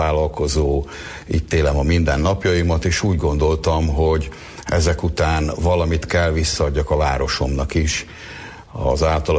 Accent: Hungary; ismerem a várost, itt születtem, itt éltem az egész életemet, itt folytatok vállalkozói tevékenységet, 2000 óta vagyok vállalkozó, itt élem a mindennapjaimat

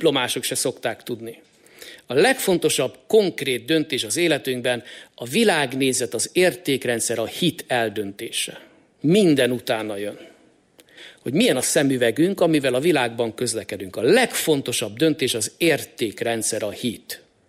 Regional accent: Greece; én görögként hadd mondjam

